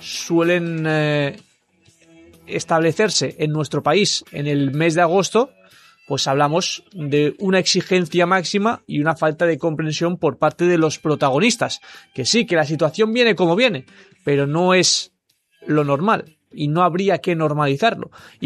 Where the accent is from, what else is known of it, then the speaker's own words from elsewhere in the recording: Spain; como españoles y como club español